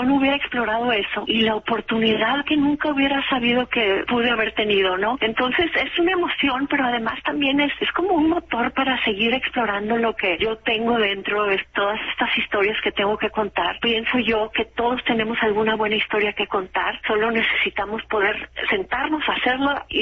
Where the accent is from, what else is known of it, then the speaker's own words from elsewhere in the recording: Monterrey, Nuevo León, Mexico; si yo soy de Monterrey y escribo desde Monterrey